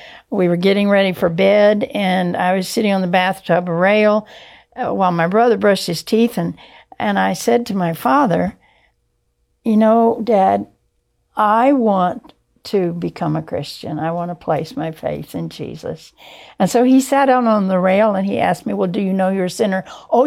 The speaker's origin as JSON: {"language": "English", "town": "Pasadena", "region": "Texas", "country": "United States", "tie": "born or raised there", "also_born_or_lived": "South Houston", "said": "And then we moved from South Houston to Pasadena, Texas, and played with another neighbor friend named Linda, and I brought her to camp with me, probably when I was about 10 years old or so."}